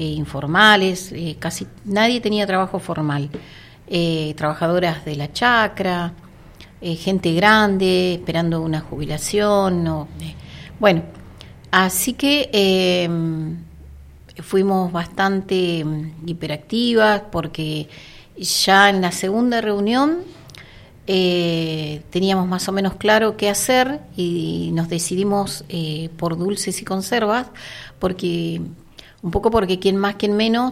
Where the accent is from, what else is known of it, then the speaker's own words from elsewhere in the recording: Fernández Oro, Río Negro, Argentina; nosotras somos mujeres de Fernández Oro.